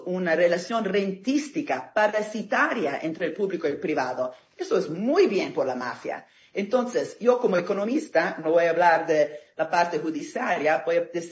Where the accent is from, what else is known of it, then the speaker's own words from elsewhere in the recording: Italy; Spanish is a second language; now in England, United Kingdom; Recordámonos que soy italiana, ¿no?